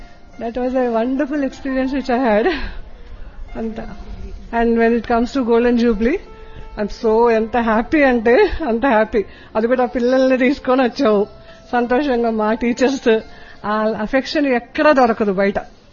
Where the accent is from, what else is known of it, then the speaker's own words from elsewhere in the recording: Hyderabad, Telangana, India; నేను హైదరాబాద్ నుండి వచ్చాను.